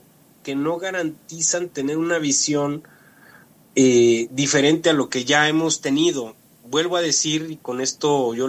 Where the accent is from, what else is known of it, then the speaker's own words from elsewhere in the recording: Durango, Mexico; now in Mexico City, Mexico; comunicarme con mi tierra, con mis paisanos y sobre todo con Radio Universidad, el radio y el medio de mi alma mater, mi querida Universidad Juárez del Estado de Durango.